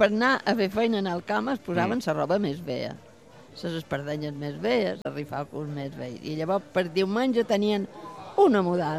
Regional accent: Santa Gertrudis de Fruitera, Balearic Islands, Spain; now in Ibiza Town, Spain; jo he nascut a Santa Gertrudis.

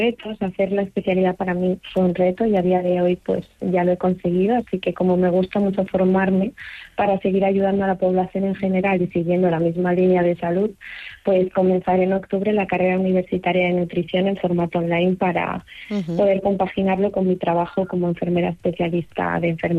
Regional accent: León, Castile and León, Spain; now in Ibiza, Spain; porque yo soy de León y aunque lleve 2 años aquí en Eivissa todavía no hablo mucho catalán.

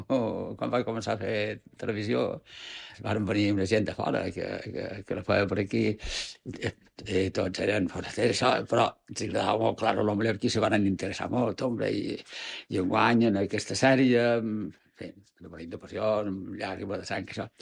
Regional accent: Palma, Balearic Islands, Spain; Bueno, vaig néixer a Palma. Que són dels Hostalets.

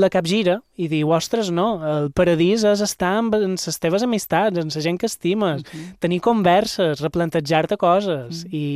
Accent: Ses Salines, Balearic Islands, Spain

